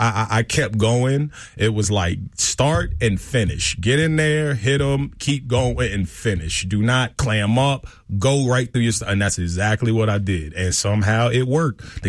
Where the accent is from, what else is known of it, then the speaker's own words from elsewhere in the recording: Chicago, Illinois, United States; You know I do. I do. I'm from Chi-Town, baby.